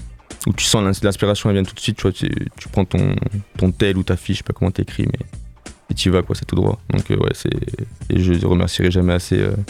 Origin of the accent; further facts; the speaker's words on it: Montpellier, Occitanie, France; Je suis toujours été de MTP.